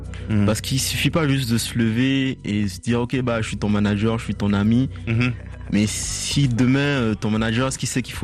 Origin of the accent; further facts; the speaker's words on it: Benin; Je suis originaire du Bénin